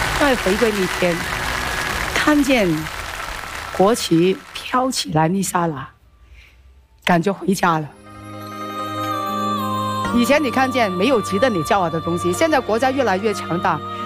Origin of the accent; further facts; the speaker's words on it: Hong Kong; 成为一个中国香港人，真惭愧